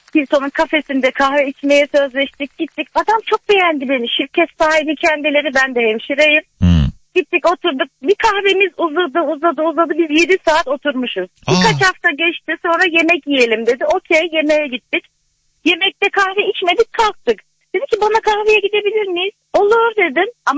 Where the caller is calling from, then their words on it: Mersin, Turkey; Mersin'den arıyorum.